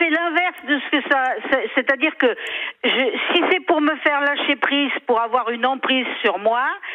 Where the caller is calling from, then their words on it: Pays de la Loire, France; moi, j'habite en Vendée et j'habite tout près de la mer, en fait, dans un endroit relativement bien.